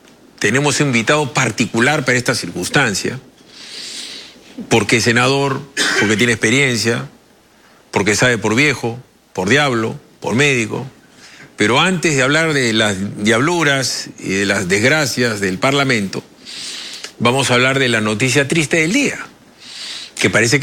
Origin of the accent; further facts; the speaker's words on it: Peru; yo soy peruano y soy católico.